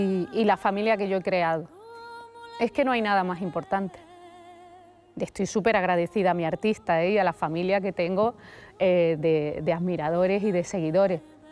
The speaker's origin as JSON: {"language": "Spanish", "region": "Andalusia", "country": "Spain", "said": "Yo, como andaluza, nunca me he sentido discriminada ni en Cataluña, ni en el País Vasco, ni en Galicia."}